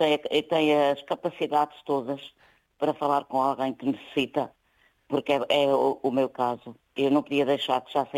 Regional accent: Peixoso, Castelo Branco, Portugal; also born or lived in Covilhã; nasci na Covilhã, no hospital da Covilhã. Mas sou daqui de uma vila bem perto, que é o Peixoso.

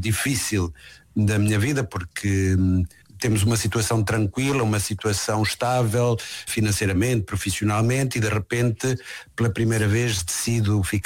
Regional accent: Aveiro, Portugal; moved away as an adult; also born or lived in Lisbon; eu saí de Aveiro e quando regressei a Portugal regressei para Lisboa

